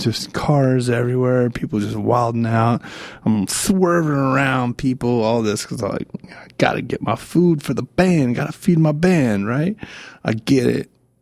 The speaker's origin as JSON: {"language": "English", "region": "Georgia", "country": "United States", "tie": "born there", "said": "I was born in Georgia. We both got family throughout the South."}